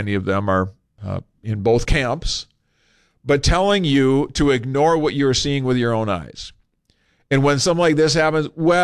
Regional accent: Minnesota, United States; moved away; Minnesota is my home state. I grew up there, lived a good share of my life in that Twin Cities metro area.

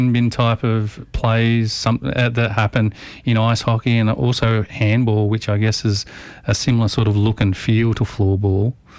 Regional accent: Australia; as an Australian

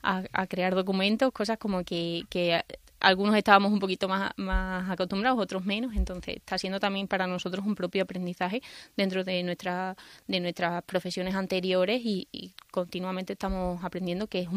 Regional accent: Mérida, Extremadura, Spain; ya que nosotros somos una familia de Mérida

